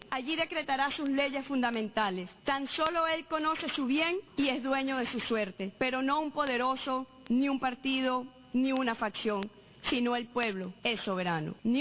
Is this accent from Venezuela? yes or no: yes; Venezuela